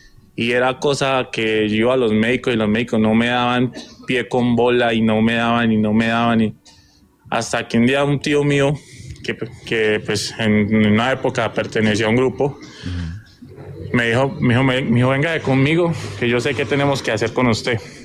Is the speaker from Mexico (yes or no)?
no; Llanos Orientales, Colombia; now in Bogotá, Colombia; Yo soy oriundo de los Llanos Orientales, pero en este momento vivo en Bogotá.